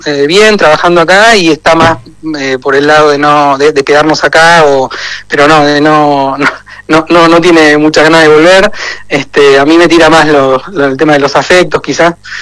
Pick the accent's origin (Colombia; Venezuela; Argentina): Argentina; moved away as an adult; now in Chile; ahí nos encontramos muchos argentinos que vivimos acá.